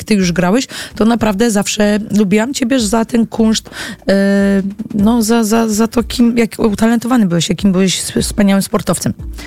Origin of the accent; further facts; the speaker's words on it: Olsztyn, Warmian-Masurian Voivodeship, Poland; Ja jestem z Olsztyna i był Stomil Olsztyn.